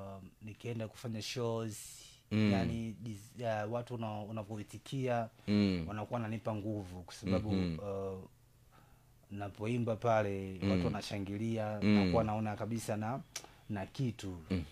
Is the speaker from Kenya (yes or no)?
no; Tanzania